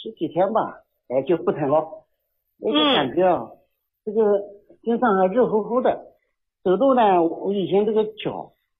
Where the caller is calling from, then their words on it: Nanjing, Jiangsu, China; 我是南京的。